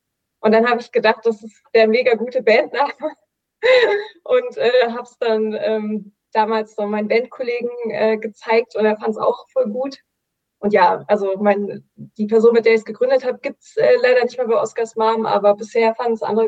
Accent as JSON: {"language": "German", "region": "Brandenburg", "country": "Germany", "tie": "born or raised there"}